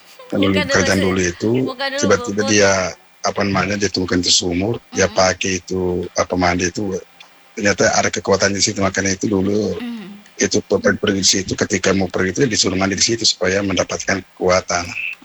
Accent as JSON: {"language": "Indonesian", "region": "South Sulawesi", "country": "Indonesia", "tie": "born there"}